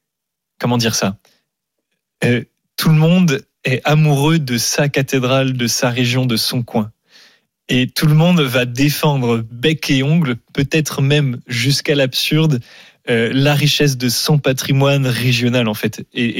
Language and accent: French; Pays de la Loire, France; now in Paris, France; moi je suis parisien de circonstance depuis plusieurs années. Mais je suis vendéen d'origine